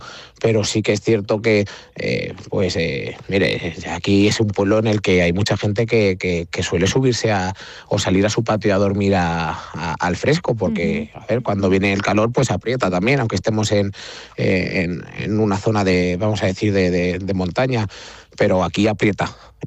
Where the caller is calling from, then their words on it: Castilla-La Mancha, Spain; hasta que yo ya llegué de nuevo a Bayuela